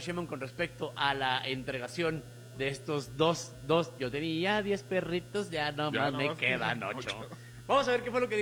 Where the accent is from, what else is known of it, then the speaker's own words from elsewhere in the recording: Sinaloa, Mexico; Sinaloa, mi tierra.